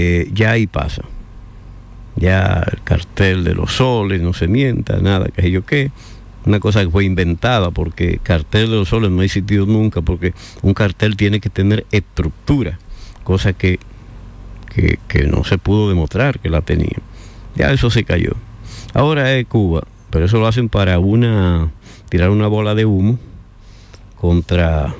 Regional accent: Dominican Republic; mi país, en República Dominicana

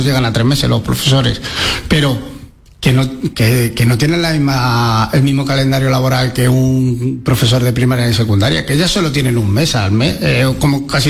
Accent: Madrid, Community of Madrid, Spain; moved away as an adult; por el barrio donde me he criado. ¿De qué barrio? De Vallecas.

